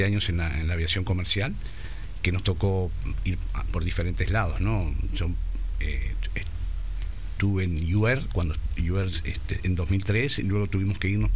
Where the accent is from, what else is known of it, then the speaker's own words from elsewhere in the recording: Montevideo, Uruguay; De Montevideo, sí, soy de Montevideo.